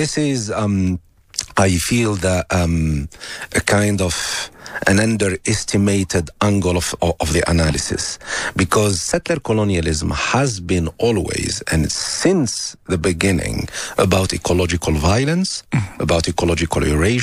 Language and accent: English; Algeria; English is a second language; including my home country, Algeria, where a tree called eucalyptus, I've grown up in Algeria thinking that it was a native tree